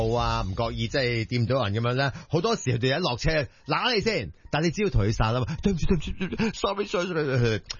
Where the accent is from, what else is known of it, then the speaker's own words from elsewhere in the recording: Hong Kong; 同埋我哋香港人啦，即系经历咗咁多